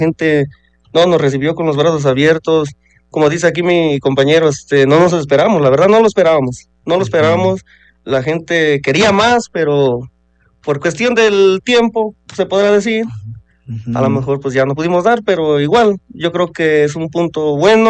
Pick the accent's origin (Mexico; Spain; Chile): Mexico; Tecomatlán, Puebla; allá en el pueblo, allá porque yo soy de Tecomatlán, de hecho, yo soy de Tecomatlán